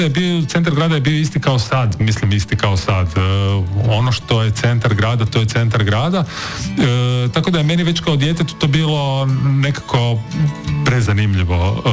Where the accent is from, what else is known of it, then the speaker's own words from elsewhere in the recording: Zagreb, City of Zagreb, Croatia; moje djetinjstvo u Novom Zagrebu je bilo gotovo seosko djetinjstvo.